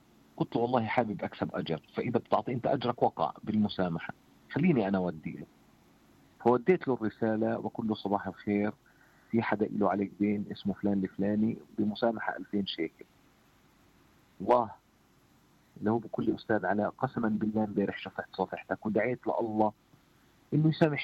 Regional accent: Palestine; إحنا فلسطينيين

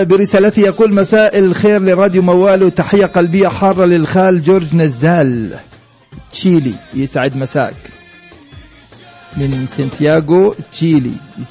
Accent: West Bank, Palestine; يعني في أي دولة في العالم يوم تقولهم عندنا في الضفة الغربية 900 حاجز بكل ما يصدقوش شو 900 حاجز.

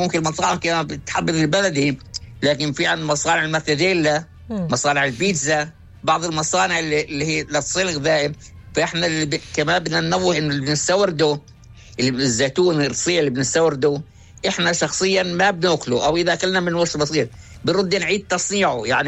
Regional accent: Palestine; في تراثنا الفلسطيني

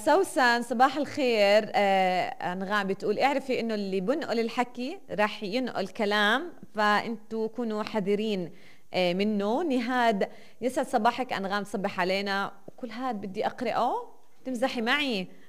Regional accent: Palestine; إحنا كلنا فلسطينيين

